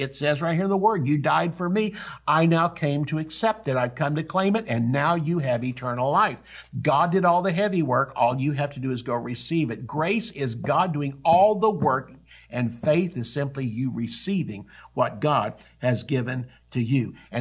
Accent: Oklahoma, United States; My home country is no longer the United States and no longer the state of Oklahoma.

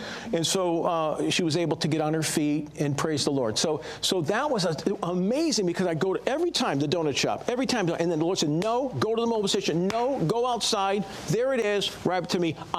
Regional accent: Connecticut, United States; That's where I got saved when I grew up in Connecticut.

